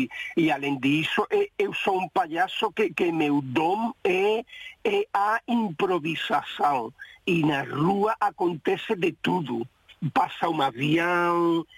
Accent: Cádiz, Andalusia, Spain; Portuguese is a second language

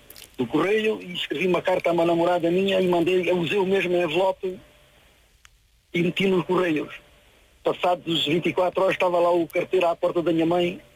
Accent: Estremoz, Alentejo, Portugal; Estremoz mesmo, em Santa Maria.

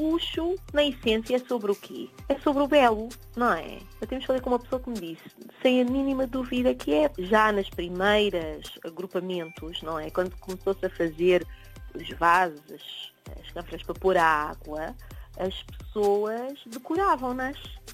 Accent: Portugal; com grande foco, como é óbvio, em Portugal, como portuguesa que sou.

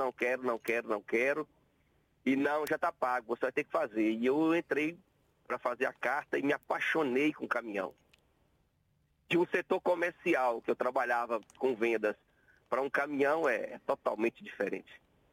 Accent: Teófilo Otoni, Minas Gerais, Brazil; Bem pertinho de BH. Eu sou de uma cidade chamada Teófilo Otoni.

